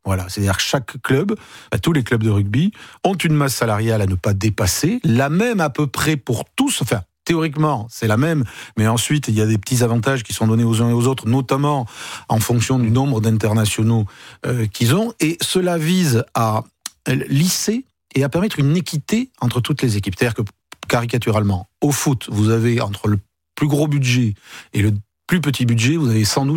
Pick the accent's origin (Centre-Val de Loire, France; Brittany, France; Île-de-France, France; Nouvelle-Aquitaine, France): Nouvelle-Aquitaine, France; Bayonne; Moi, je suis de Bayonne, je vois à Bayonne, c'est quasiment les fêtes de Bayonne chaque samedi